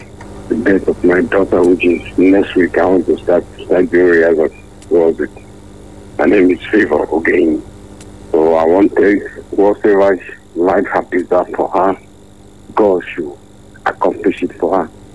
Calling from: London, United Kingdom; calling from London.

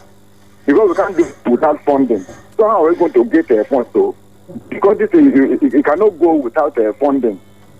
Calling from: Makurdi, Benue, Nigeria; from High Level.

